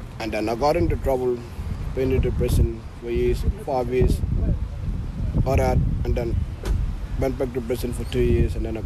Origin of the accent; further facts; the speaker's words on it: Lajamanu, Northern Territory, Australia; I'm from Lajamono, East of Katherine.